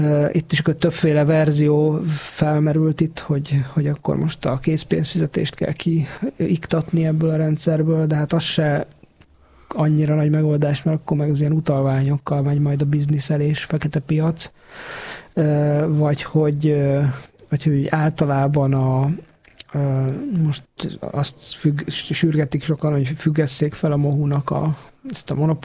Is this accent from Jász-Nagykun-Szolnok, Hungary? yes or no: no; Kecskemét, Bács-Kiskun, Hungary; én szülővárosomban Kecskeméten is látom, hogy szinte ugyanaz megy, mint a mint Budapesten.